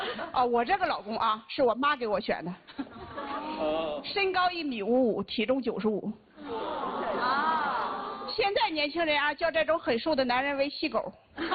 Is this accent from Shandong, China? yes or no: yes; Linyi, Shandong, China; 我来自山东临沂的沂蒙山，我是我们村的信息中心主任。